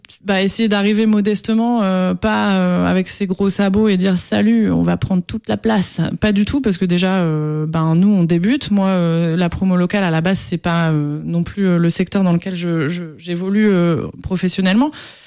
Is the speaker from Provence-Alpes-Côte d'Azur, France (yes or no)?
no; Hauts-de-France, France; now in Amiens, France; je suis installée à Amiens depuis bientôt 4 ans. Je suis originaire de Picardie, de l'Oise.